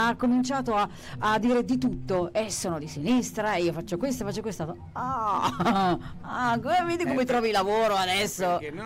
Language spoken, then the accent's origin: Italian; Lombardy, Italy; Secondo me l'accento, l'inflessione più bella per me, che sono lombarda, è il napoletano, il romano.